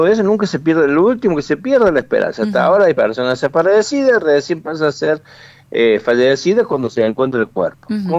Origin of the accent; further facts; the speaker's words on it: Córdoba, Argentina; Nosotros estamos en Córdoba, somos de Córdoba.